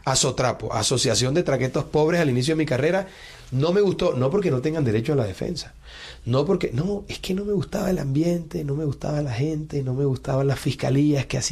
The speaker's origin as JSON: {"language": "Spanish", "town": "Barranquilla", "region": "Atlántico", "country": "Colombia", "also_born_or_lived": "Bogotá", "said": "barranquieros somos tan tesos que nacemos donde nos da la gana."}